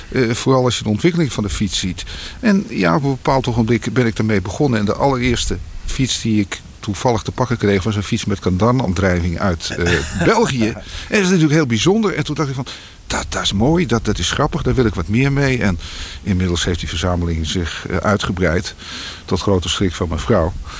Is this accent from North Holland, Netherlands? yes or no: yes; Amsterdam, North Holland, Netherlands; born there; Ik ben in Amsterdam geboren.